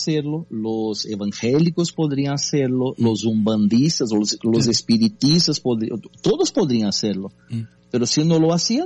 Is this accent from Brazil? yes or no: yes; Brazil